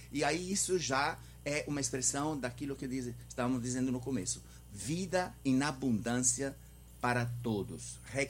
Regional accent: Milan, Lombardy, Italy; Portuguese is a second language; now in Brazil

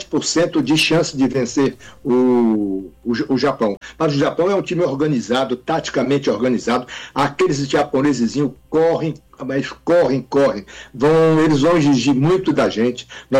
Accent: Fortaleza, Ceará, Brazil; Eu cresci com o Otto lá em Messejana. Com o Otto, com o Demócrito Duma e também com o doutor Pompeu Gugel. Eram três casas que ficavam do lado de lá, da Lagoa de Messejana, onde eu nasci.

